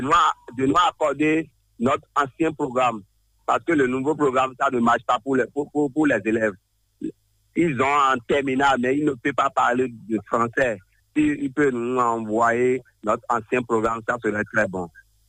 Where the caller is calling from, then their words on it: Benin; depuis Gakwe.